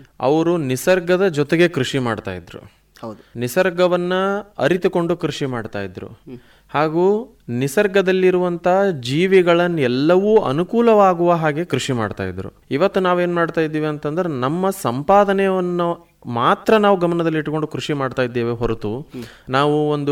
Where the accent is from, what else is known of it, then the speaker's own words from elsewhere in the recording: Manuguli, Karnataka, India; ವಿಜಯಪುರ ಜಿಲ್ಲೆಯ ಬಸವನ ಬಾಗೇವಾಡಿ ತಾಲೂಕಿನ ಮನುಗುಳಿ ಪಟ್ಟಣದ ಒಬ್ಬ ಸಾವಯವ ಕೃಷಿಕ ಮತ್ತು ಸಾವಯವ ಕೃಷಿ ತರಬೇತಿದಾರ ಕೂಡ.